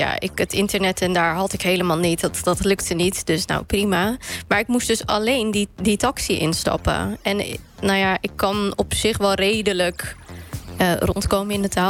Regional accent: Netherlands; born there; ik ben in Nederland geboren, maar mijn opa en oma komen wel van hier.

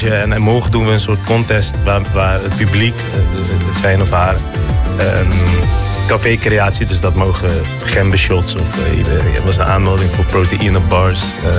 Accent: Eritrea; now in Netherlands

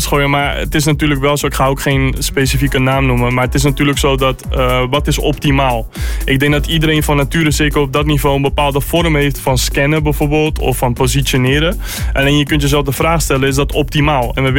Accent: Netherlands; Ik zit daar ook natuurlijk als Nederlander

